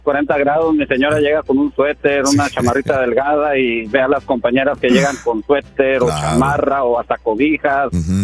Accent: Zapotlanejo, Jalisco, Mexico; Yo soy de Jalisco, Zapotlanejo, pegado a Guadalajara.

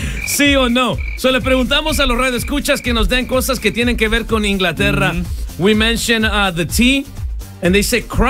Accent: El Salvador; aunque soy salvadoreño

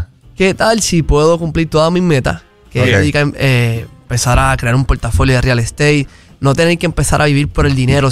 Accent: San Juan, Puerto Rico; Soy de San Juan

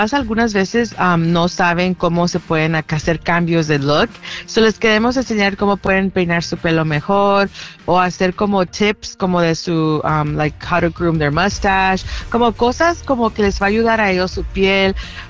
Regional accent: El Salvador; now in Downey, United States

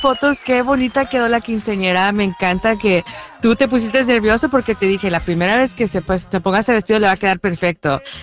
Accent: El Salvador; como soy salvadoreña, les damos cola champán.

